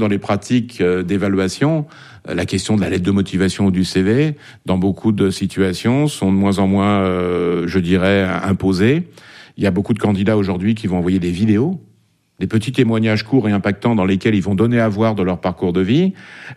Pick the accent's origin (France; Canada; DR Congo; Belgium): France; nous sommes français tous les deux et on n'a pas la même l'appréciation de la situation.